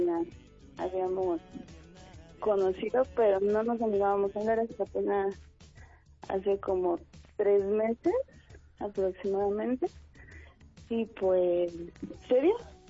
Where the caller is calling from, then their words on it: Villahermosa, Tabasco, Mexico; Desde Villahermosa.